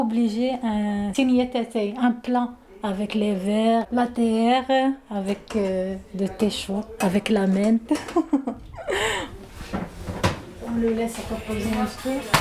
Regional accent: Morocco; Je suis une Marocaine, mariée à Groyer. J'ai 3 enfants.

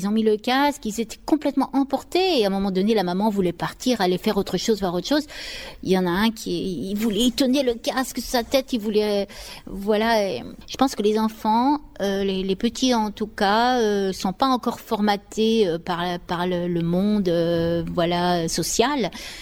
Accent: Paris, Île-de-France, France; now in Ariège, France; moi, je suis une Parisienne, j'ai grandi à Paris, mais j'ai vite fui la grande ville. J'ai beaucoup voyagé

